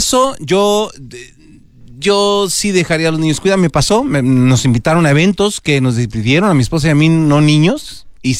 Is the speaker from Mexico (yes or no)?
yes; Mexico; moved away; Voy a poner México porque soy mexicano.